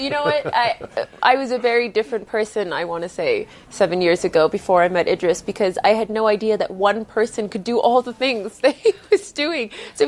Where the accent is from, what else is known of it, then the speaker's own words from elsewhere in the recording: Canada; I'm also Canadian.